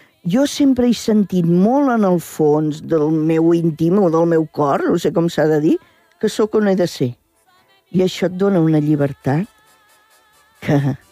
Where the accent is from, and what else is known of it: Reus, Catalonia, Spain